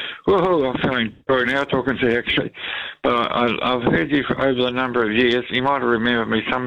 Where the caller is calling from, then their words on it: Lower Hutt, Wellington, New Zealand; Lower Hutt.